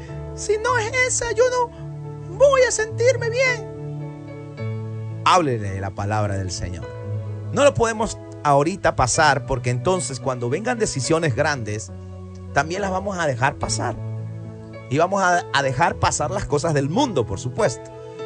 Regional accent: Ecuador

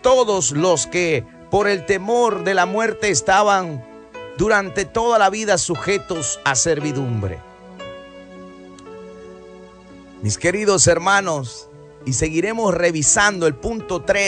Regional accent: Ecuador; mi país, Ecuador

